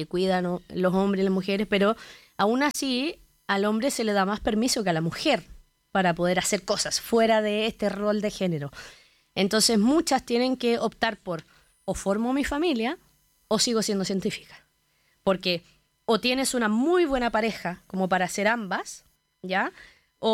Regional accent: Osorno, Los Lagos, Chile; moved away; Yo soy nacida y criada en Osorno, estoy acá también intermitentemente

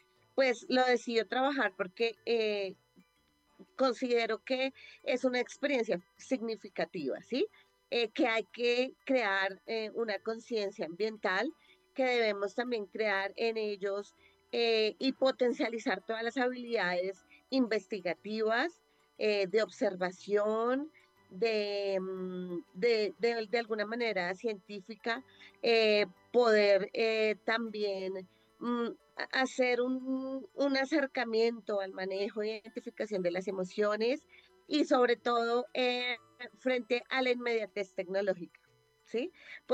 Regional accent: Bogotá, Colombia; also born or lived in Boyacá, Colombia; yo nací en un pueblo de Boyacá, en una vereda. Yo soy colombiana, me trajeron muy pequeña a Bogotá y pues casi que soy de Bogotá por crianza.

